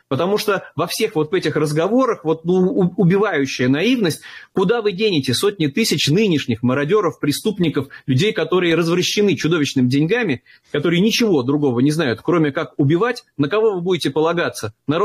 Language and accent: Russian; Moscow, Russia; будем решать мы в Москве, мы москвичи, там у многих неизлечим менталитет.